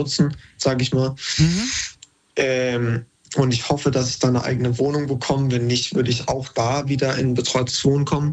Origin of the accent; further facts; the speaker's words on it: Baden-Württemberg, Germany; weil ich halt nicht aus der Umgebung Berlin komme. Ich komme aus Baden-Württemberg.